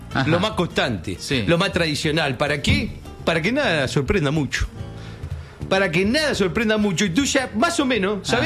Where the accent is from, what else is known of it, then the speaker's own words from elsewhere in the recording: Uruguay; como uruguayo te voy a decir